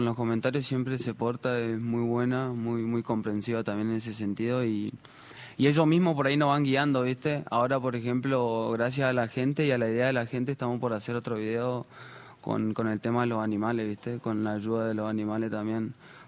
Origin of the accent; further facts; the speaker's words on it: Jujuy, Argentina; Como soy jujeño y es mi provincia, así que me gustaría también, o sea, hacerle el bien a todos, literal.